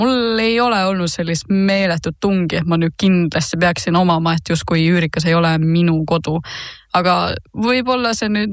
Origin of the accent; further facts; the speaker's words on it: Tallinn, Harju County, Estonia; also born or lived in Tartu; kui ma ise tagasi Tallinnasse kolisin Tartust ülikoolist tulles, siis ma alguses elasin esimesed mingid kuud vanematega